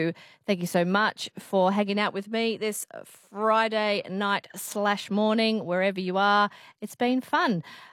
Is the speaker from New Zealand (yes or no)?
yes; New Zealand; I grew up in New Zealand called a weta.